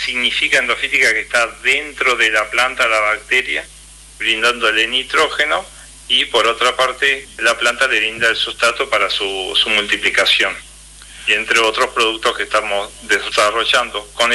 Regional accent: El Palenque, Entre Ríos, Argentina; Nosotros estamos acá en la localidad del Palenque, de donde soy oriundo. Está a 40 kilómetros de Paraná.

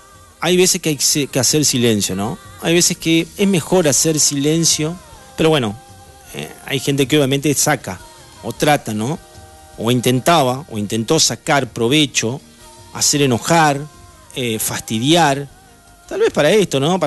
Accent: Argentina; somos argentinos

